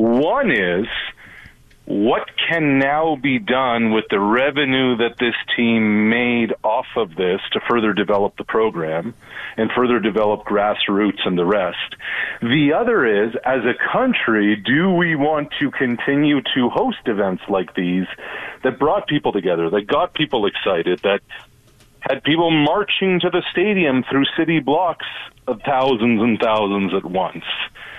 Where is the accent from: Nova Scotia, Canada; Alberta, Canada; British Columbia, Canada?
Nova Scotia, Canada; Truro; Turo, Nova Scotia, my hometown.